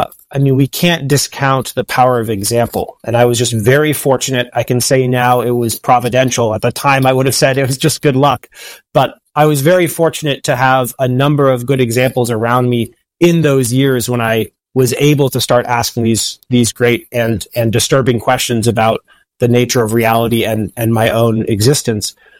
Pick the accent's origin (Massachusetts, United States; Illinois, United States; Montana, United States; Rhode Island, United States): Massachusetts, United States; I grew up in Massachusetts in a culture and a family that had lost touch with faith or any kind of church.